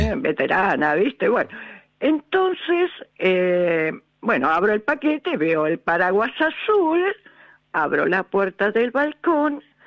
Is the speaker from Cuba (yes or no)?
no; Buenos Aires, Argentina; Yo soy bien porteña, nací en Flores.